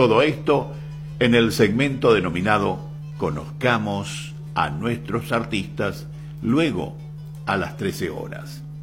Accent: Paraguay; con su música que nos enorgullece como paraguayos

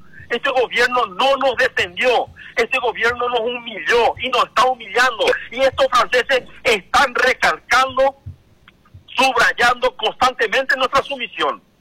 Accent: Paraguay

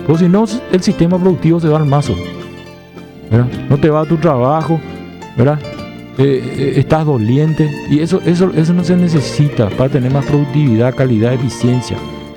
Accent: Paraguay; tenemos pila como paraguayo

